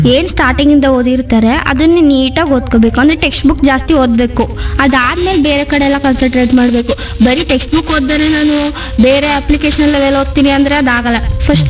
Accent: Heggadadevanakote, Karnataka, India

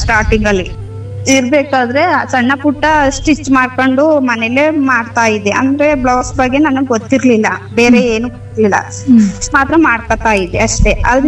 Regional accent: Kujanahalli, Karnataka, India; ನಾವು ಹುಣಸೂರ್ ತಾಲೂಕು ಮೈಸೂರು ಜಿಲ್ಲೆ ಕುಜನಹಳ್ಳಿ ಅಂತ.

